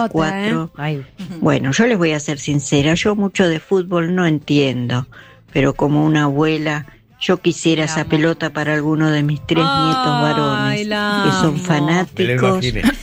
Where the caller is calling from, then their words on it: Quilmes, Buenos Aires Province, Argentina; de Quilmes.